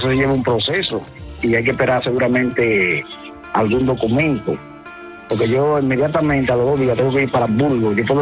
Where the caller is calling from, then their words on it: Santo Domingo, Distrito Nacional, Dominican Republic; De Santo Domingo.